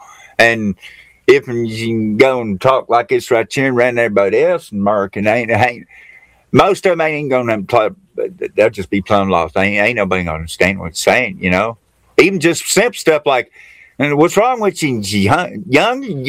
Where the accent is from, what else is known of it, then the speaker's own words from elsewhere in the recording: Appalachia, United States; I'm growing up in Appalachia, hillbilly country, poorest part of the nation